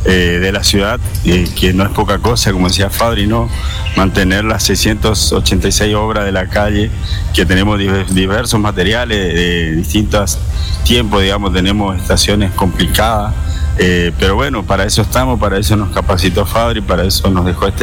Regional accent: Laguna Limpia, Chaco, Argentina; now in Resistencia, Argentina; Yo soy un pueblito distante a 169 kilómetros de aquí, que se llama Laguna Limpia.

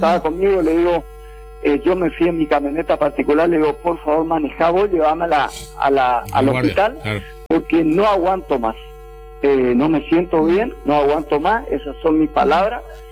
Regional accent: Bella Vista, Corrientes, Argentina; no soy de esa localidad, o sea, eso es jurisdicción La Valle, Goya, yo soy de Bellavista, otra jurisdicción policial y, como es, jurídica, judicial, sí. Y yo estoy en Bellavista

